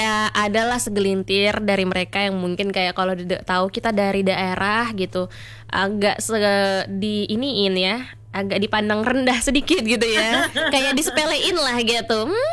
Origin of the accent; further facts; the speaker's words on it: Tanjung Pinang, Riau Islands, Indonesia; okay, kita emang dari kota Tanjung Pinang gitu, kota yang kecil atau mungkin bahkan gak banyak orang yang tahu dengan kota ini.